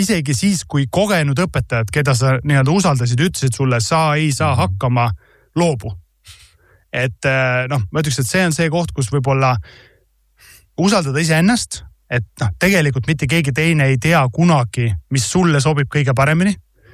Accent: Tallinn, Harju County, Estonia; born there; 7. klassis, kui ma õppisin Tallinna Saksa gümnaasiumis, ma läksin õppima saksa keelsesse osakonda.

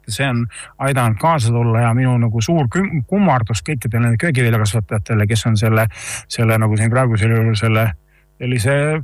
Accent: Võru County, Estonia; mina olen Naviküla inimene Võrumaalt. Ja Naviküla ja meie kant on väga suur selline köögivilja kasvatamise kant.

